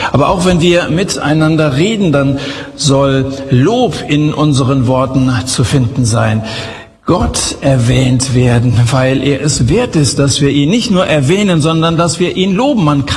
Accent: Hesse, Germany

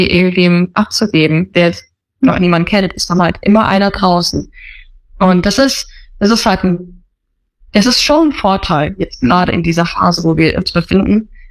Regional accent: Germany; moved away as an adult; now in Thailand; Als Deutsche würde ich uns jetzt mal bezeichnen

